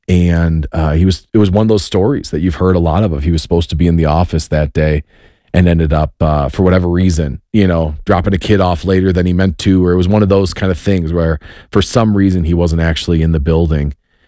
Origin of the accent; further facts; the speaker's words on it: Wheaton, Illinois, United States; I grew up in Wheaton, Illinois.